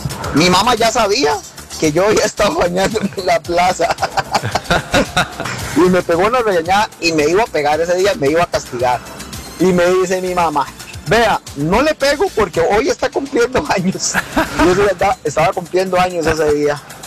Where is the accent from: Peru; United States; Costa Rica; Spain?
Costa Rica; Pital, Alajuela; allá en mi pueblo natal, Pital de San Carlos.